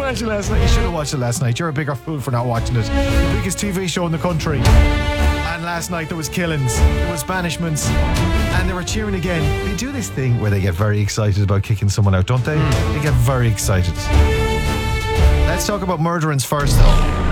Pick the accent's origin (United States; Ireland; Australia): Ireland; Connacht; I'm from Mayo. Yeah, acting the maggot.